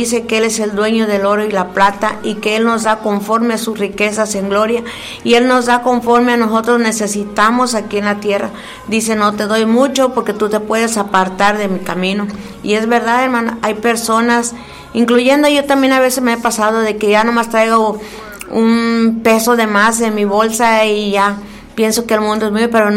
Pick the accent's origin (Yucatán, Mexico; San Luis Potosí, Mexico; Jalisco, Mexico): San Luis Potosí, Mexico; Ciudad Valles; moved away; Pero yo soy de aquí, hermanos, no crean que yo no soy de fuera. Yo soy de aquí, de Ciudad Valles, 100%, pero me salí.